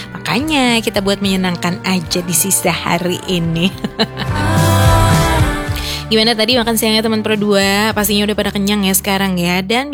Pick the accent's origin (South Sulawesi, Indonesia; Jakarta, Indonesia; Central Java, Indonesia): Jakarta, Indonesia; Dan apalagi di Jakarta gitu ya, aku kan dari Jakarta gitu.